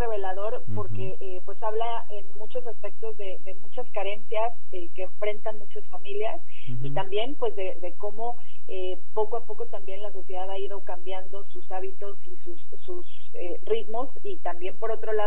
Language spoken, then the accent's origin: Spanish; Mexico; como mexicanos somos mucho más dados